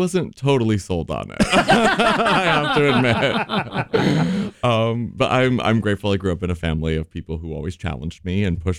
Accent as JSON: {"language": "English", "town": "Champaign", "region": "Illinois", "country": "United States", "tie": "born or raised there", "said": "the gay bar in my hometown of Champaign-Urbana, Illinois"}